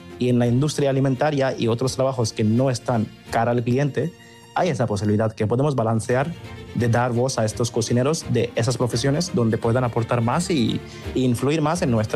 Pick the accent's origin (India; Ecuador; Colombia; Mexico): India; Pero yo, no sé, por mis gustos, que al final yo soy de la India